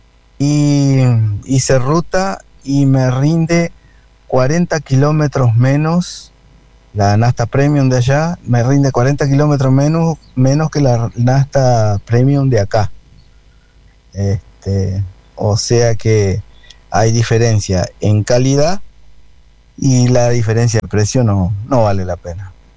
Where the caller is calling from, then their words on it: Salto, Uruguay; yo vivo en Salto Nuevo